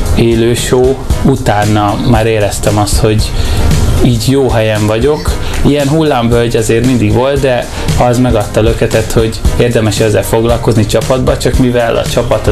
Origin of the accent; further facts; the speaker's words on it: Budapest, Hungary; 13 éves voltam, Kőbányán nőttem fel a Kongressz telepen